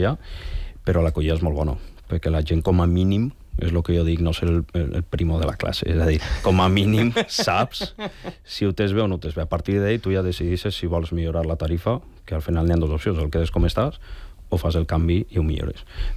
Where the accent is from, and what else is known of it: L'Olleria, Valencian Community, Spain